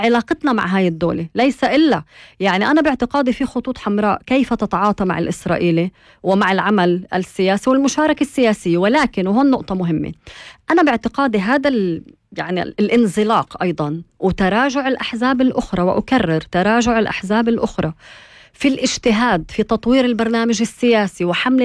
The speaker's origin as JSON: {"language": "Arabic", "country": "Israel", "said": "أعرف دوري كفلسطيني بالداخل"}